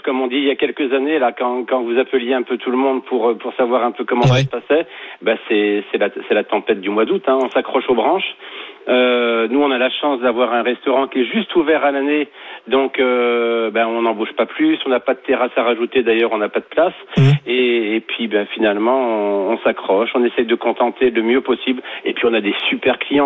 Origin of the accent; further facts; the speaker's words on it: Brittany, France; moved away; Je suis breton.